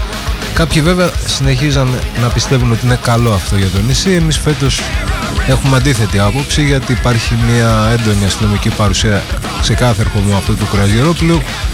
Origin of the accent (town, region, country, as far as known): Syros, South Aegean, Greece